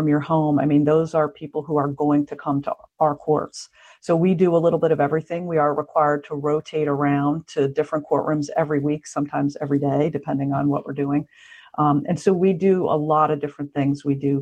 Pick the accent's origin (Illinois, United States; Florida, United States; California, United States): Florida, United States; also born or lived in Raleigh; Well, I was born in Raleigh in Wake County. My father moved around a lot when we were little, so I spent a lot of my childhood in South Florida.